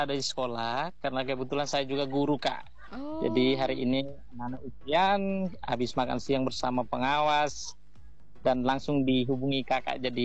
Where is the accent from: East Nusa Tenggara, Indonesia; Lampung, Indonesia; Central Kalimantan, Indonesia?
East Nusa Tenggara, Indonesia; Saya berasal dari Desa Leungklot, Kecamatan Weliman, Kabupaten Malaka